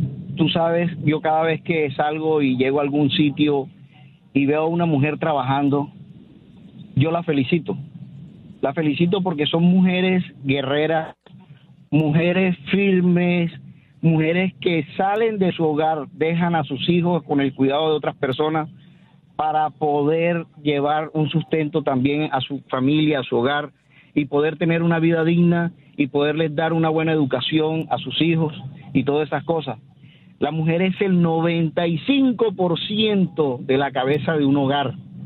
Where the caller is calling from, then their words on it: Santa Marta, Magdalena, Colombia; hablo acá de la ciudad de Santa Marta.